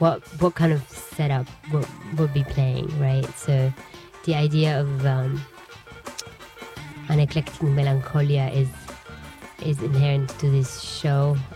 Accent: Turin, Piedmont, Italy; is a classical Italian composer from Turin, actually, my hometown.

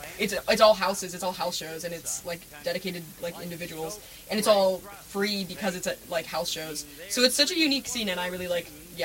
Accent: California, United States; moved away as an adult; now in Santa Barbara, United States; I come from the Inland Empire. That's where I was born and raised.

